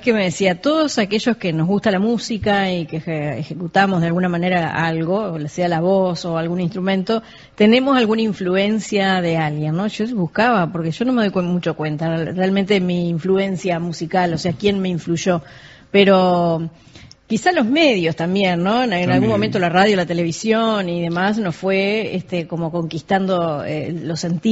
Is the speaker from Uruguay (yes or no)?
yes; Uruguay; los del litoral tenemos la gran influencia del folclore argentino